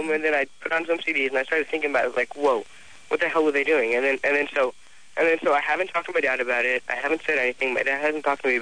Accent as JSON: {"language": "English", "country": "Israel", "said": "I was actually from Israel."}